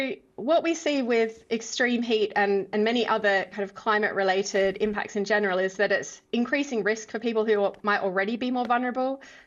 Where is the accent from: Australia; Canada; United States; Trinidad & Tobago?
Australia; Adelaide, South Australia; moved away; I'm from Adelaide in Australia. There has always been extreme heat there, so I grew up with it, but it is getting worse there, like everywhere.